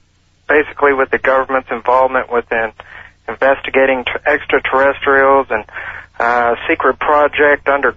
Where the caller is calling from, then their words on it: Ligonier, Indiana, United States; Ligonier, Indiana.